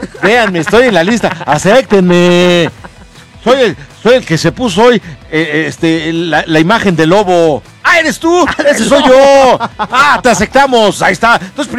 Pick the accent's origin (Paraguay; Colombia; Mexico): Mexico; Puebla; Yo soy poblano.